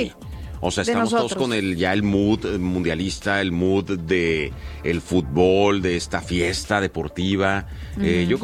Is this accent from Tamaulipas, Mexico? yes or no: no; Monterrey, Nuevo León, Mexico; a como somos los regios